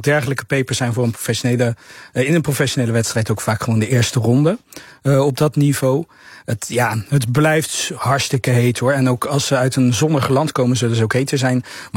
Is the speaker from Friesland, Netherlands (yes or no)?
no; Rotterdam, South Holland, Netherlands; Even iets Rotterdams, wat ik als Rotterdammer heb meegenomen.